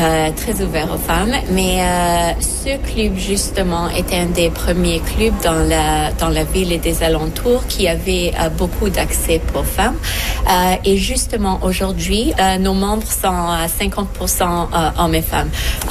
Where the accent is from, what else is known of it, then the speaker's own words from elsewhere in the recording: Montreal, Quebec, Canada; born there; je suis née au Québec, à Montréal. Ma famille est d'origine égyptienne et j'étais réfugiée